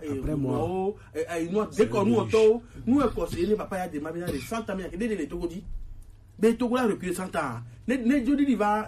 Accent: Togo; je suis togolais

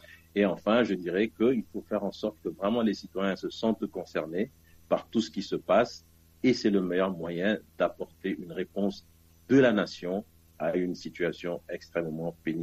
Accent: Togo; mon pays, le Togo

